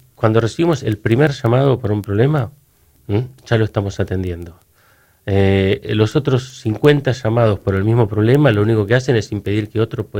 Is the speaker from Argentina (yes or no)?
yes; El Calafate, Santa Cruz, Argentina; Yo que soy de Calafate